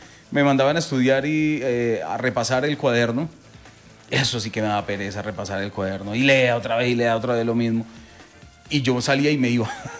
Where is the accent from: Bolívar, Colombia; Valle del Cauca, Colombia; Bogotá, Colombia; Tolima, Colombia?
Tolima, Colombia; Sí, mi papá y mi mamá son de sangre boyacense. O sea, yo soy del Tolima, pero tengo sangre de Boyacá